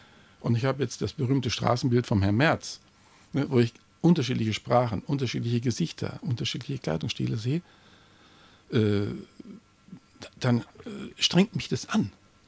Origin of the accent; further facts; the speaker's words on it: Bavaria, Germany; Und ich bin alt genug zu sagen, ich komme aus Bayern, da gab es wirklich üblen Wirtshausschlägereien mit zerbrochenen Maskrügen.